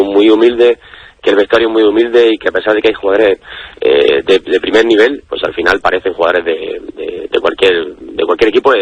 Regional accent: Almería, Andalusia, Spain; Y desde aquí, que es verdad que yo soy almeriense y estoy en la ciudad

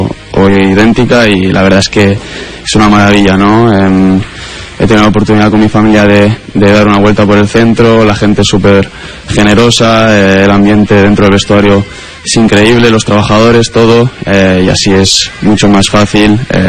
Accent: Catalonia, Spain; also born or lived in Madrid; Yo soy catalán, he vivido en Barcelona, he también vivido en Madrid

